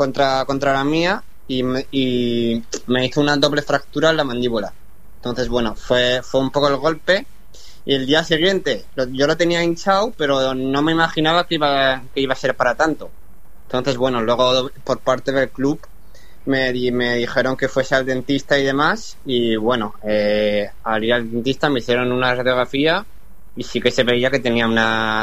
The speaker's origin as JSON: {"language": "Spanish", "town": "Zaragoza", "region": "Aragon", "country": "Spain", "tie": "born or raised there", "said": "Sí, de Zaragoza, yo eso es lo que dices tú, desde pequeñito jugué en Zaragoza y bueno, sí, soy nací aquí en Zaragoza, capital."}